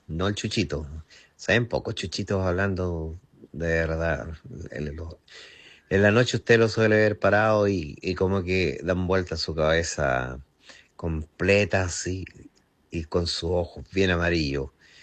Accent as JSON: {"language": "Spanish", "country": "Chile", "tie": "born there", "said": "antes nos mandaban a lavar los pies a las vertientes, podíamos a lavar los pies a las vertientes y de repente pegaban unos gritos concones que salíamos volando para la casa, porque así era el campo chileno."}